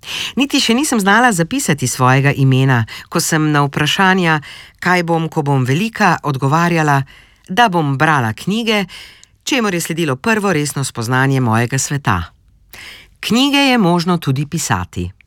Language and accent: Slovenian; Jurovski Dol, Drava, Slovenia; now in Berlin, Germany; prevzela od svoje mame, je stala 1000 kilometrov južneje od mojega doma v Berlinu, v Jurovskem dolu, v mojem rojstnem kraju.